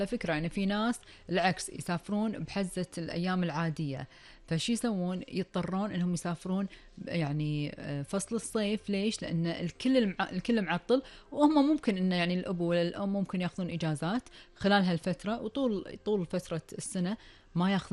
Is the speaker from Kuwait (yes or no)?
yes; Kuwait; راح ناخذهم حق أخبار ديرتنا الحبيبة الكويت وآخر المستجدات.